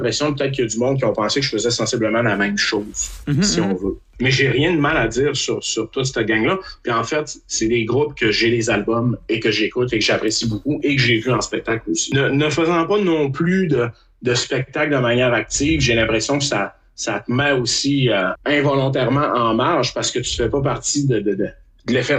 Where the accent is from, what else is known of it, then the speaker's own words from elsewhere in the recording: Quebec City, Quebec, Canada; je viens de Québec